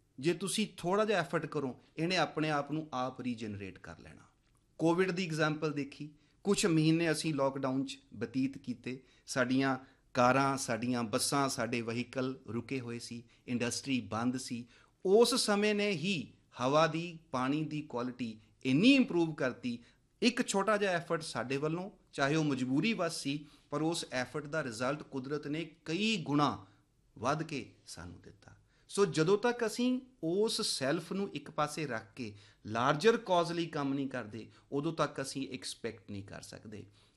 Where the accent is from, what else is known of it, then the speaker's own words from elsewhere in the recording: Patiala, Punjab, India; ਸਾਡਾ ਸ਼ਹਿਰ ਪਟਿਆਲਾ ਹੀ ਲੈ ਲਓ